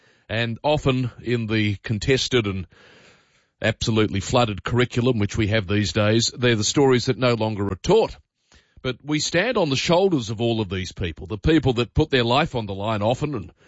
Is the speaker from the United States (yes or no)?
no; Sydney, New South Wales, Australia; I grew up on Sydney tap water all my life